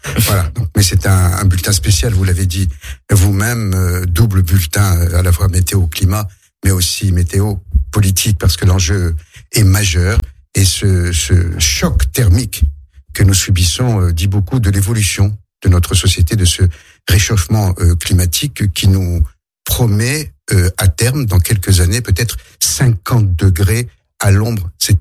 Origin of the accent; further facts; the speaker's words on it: Algeria; now in France; Moi, quand je suis arrivé d'Algérie dans les années 70 en France, j'étais très heureux de découvrir les quatre saisons